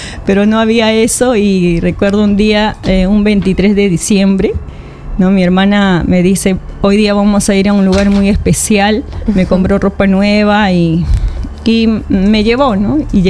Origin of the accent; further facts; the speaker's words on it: Ayacucho, Peru; yo soy de natural de Ayacucho, uh-huh. ¿no? Natural de Ayacucho y bueno, un hogar creo que como todo en la sierra